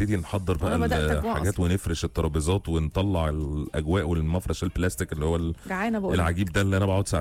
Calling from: Qatar; مساء الفل، … وبسمعكم من قطر مع بنوتي مريم ومراتي امل وابني يوسف

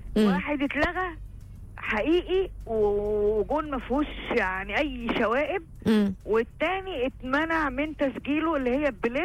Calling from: Egypt

